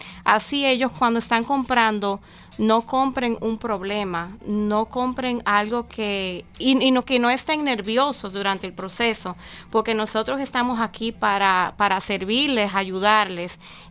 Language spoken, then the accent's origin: Spanish; Dominican Republic; Yo soy de República Dominicana.